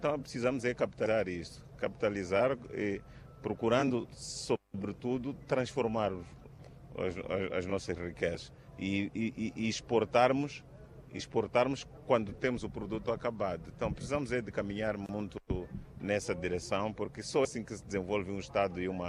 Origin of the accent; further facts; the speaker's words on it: Zambezia, Mozambique; falando concretamente da província da Zambésia, de onde eu sou originário